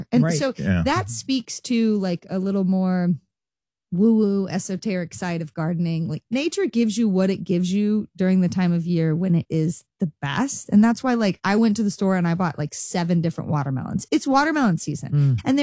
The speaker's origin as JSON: {"language": "English", "region": "Kansas", "country": "United States", "tie": "born or raised there", "said": "I grew up on it in Kansas and it was like, you know, it had no flavor."}